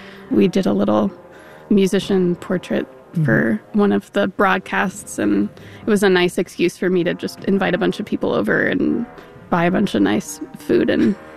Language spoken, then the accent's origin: English; Minnesota, United States; as every Minnesotan must